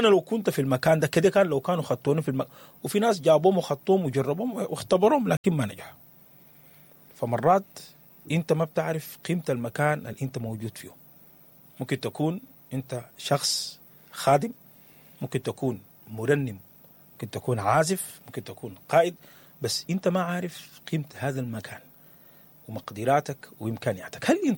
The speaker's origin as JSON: {"language": "Arabic", "country": "Sudan", "said": "عندنا كسودانيين،"}